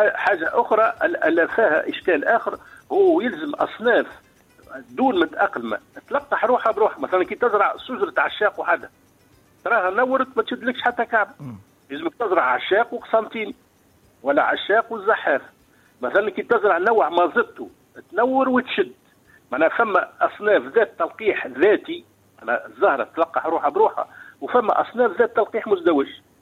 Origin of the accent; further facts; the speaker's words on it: Sahel, Tunisia; اللوز مثلا اللي يمشي عندنا في الساحل هنا العشاق القسنطيني الزحاف المازيتو والزهر.